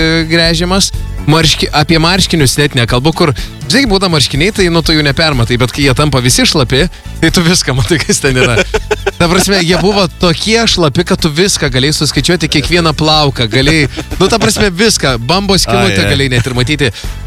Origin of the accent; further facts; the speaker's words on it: Klaipėda, Klaipėda County, Lithuania; Bet žinai kas, vat man kaip tik, kaip klaipėdiečiai, buvo labai pikta.